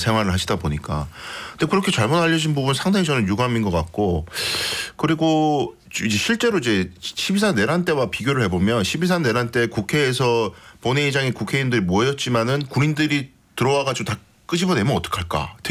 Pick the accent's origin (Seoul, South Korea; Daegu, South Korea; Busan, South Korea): Daegu, South Korea; 저는 이제 대구에서 왔으니까